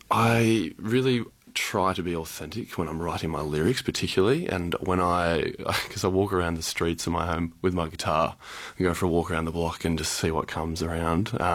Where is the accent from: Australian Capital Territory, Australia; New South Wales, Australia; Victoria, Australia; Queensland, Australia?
New South Wales, Australia; East Maitland; come to realise just how much history there is that's underappreciated around home and how really old my hometown is. And drive around East Maitland, there's 1840s homes